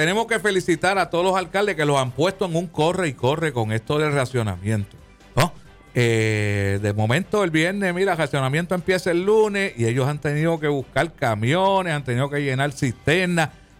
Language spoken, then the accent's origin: Spanish; Puerto Rico